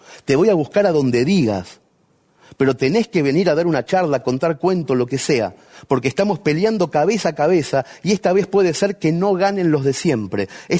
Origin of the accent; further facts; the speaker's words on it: Mercedes, Buenos Aires Province, Argentina; moved away as an adult; now in Barcelona, Spain; Mi pueblo natal se llama Mercedes, está en una llanura verde de la provincia de Buenos Aires.